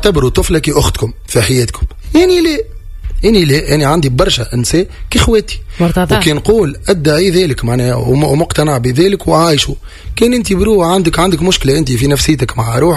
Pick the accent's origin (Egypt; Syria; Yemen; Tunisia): Tunisia; هذه بلادي تونس